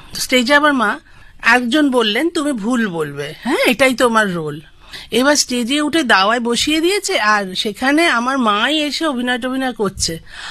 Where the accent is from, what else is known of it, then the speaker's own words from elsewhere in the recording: Kolkata, West Bengal, India; Doctor ঢোল তার হাতে আমি জন্মেছিলাম, কিন্তু মা বাবা তখন থাকতেন লেক মার্কেটে, কিন্তু ওই মামার বাড়িতে হব বলে শ্যামবাজার চলে আসে, আর ওই থেকেই শ্যামবাজার আমার সঙ্গে একদম অষ্টপৃষ্ঠে জড়িয়ে গেল।